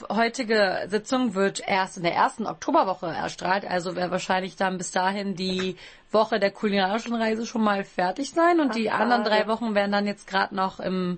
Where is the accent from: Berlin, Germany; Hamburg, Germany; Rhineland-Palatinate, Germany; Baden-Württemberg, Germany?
Berlin, Germany; ich komme ja auch selbst aus Berlin